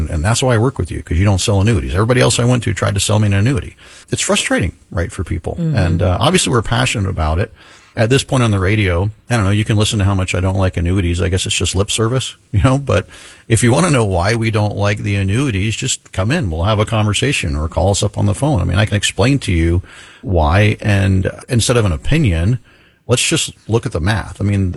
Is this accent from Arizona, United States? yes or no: no; Florida, United States; Yeah, I was born and raised in Florida.